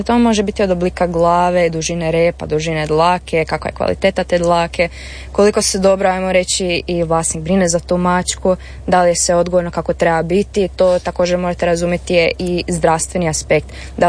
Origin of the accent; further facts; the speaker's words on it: Croatia; kao Hrvati, kao mala zemlja